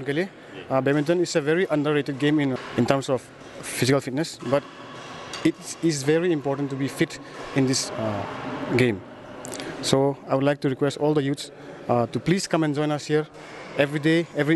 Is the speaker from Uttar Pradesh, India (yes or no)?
no; Fengpu, Assam, India; और मैं भी फेंगपू से हूँ।